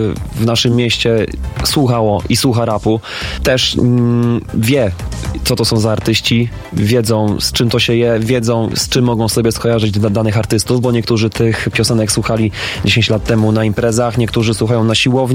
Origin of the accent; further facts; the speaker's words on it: Szczecin, West Pomeranian Voivodeship, Poland; my jesteśmy ludźmi ze Szczecina, ZS to nasze miasto